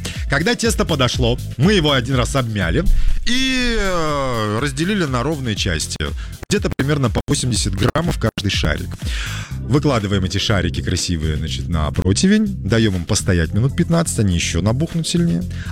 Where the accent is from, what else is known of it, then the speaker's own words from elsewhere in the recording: Urals, Russia; А я с Урала, парень.